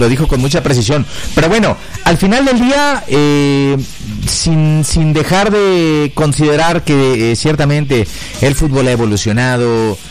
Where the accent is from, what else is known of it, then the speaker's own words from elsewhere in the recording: Pachuca, Hidalgo, Mexico; moved away; yo vengo de Pachuca Hidalgo